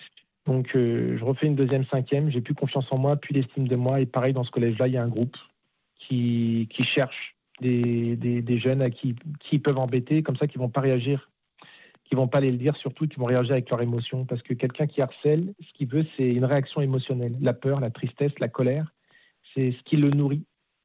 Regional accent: Nanterre, Île-de-France, France; born or raised there

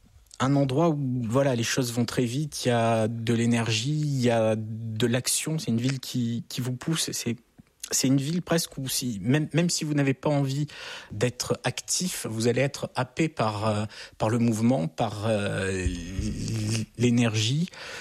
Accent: France; Mon rêve n'est pas de vivre aux États-Unis. Je suis français, je vis en France.

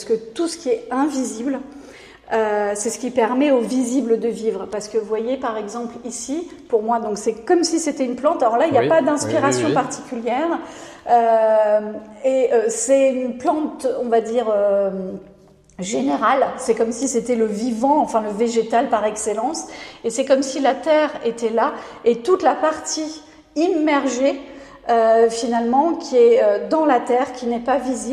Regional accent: Bayeux, Normandy, France; Mais presque, puisque j'ai grandi à Bayeux.

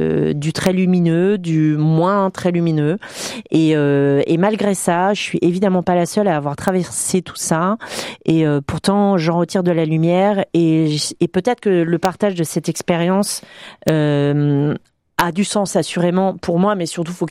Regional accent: Bordeaux, Nouvelle-Aquitaine, France; je suis bordelaise

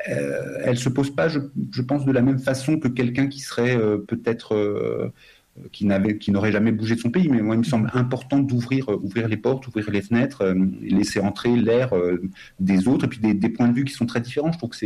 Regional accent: France; regardez, moi aussi, je suis né de parents étrangers, je suis ici, je suis Français, voilà quoi.

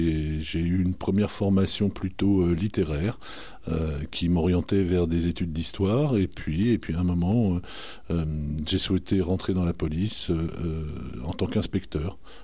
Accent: Rouen, Normandy, France; moved away as an adult; also born or lived in Lorraine; À l'origine, je suis lorrain, mais effectivement, je suis tout petit, je suis arrivé à Rouen, où je suis resté jusqu'à mes 35 ans.

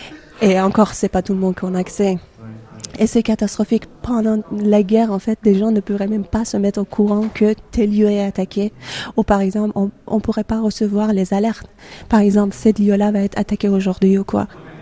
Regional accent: Iran; moved away; j'ai pris cette décision de venir en Iran. Je l'ai dit une fois, j'étais à 3h, 4h de chez moi.

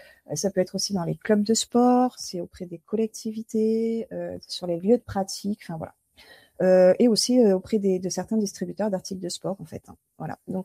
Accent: France; nous, les Français

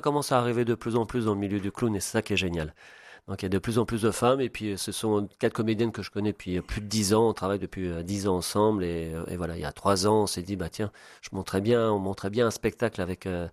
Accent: Czechia; moved away; la République tchèque. C'est là d'où je viens.

